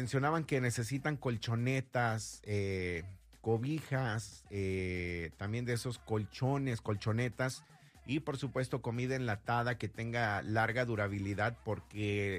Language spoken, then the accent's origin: Spanish; Mexico; nosotros también como mexicanos